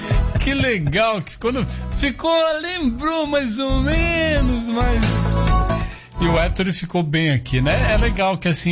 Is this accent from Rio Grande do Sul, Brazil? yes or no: no; Curitiba, Paraná, Brazil; moved away; ele que é meu conterrâneo, e ele que está lá em Curitiba, né? Na minha terra